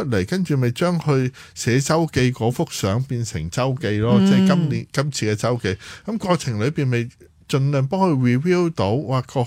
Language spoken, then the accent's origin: Cantonese; Hong Kong; 但係都市人作為香港人嘅我哋